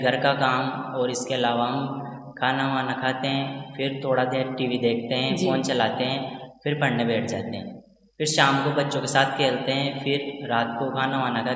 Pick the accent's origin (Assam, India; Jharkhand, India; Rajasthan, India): Rajasthan, India; Asnawar; मैं असनावर का रहने वाला हूँ।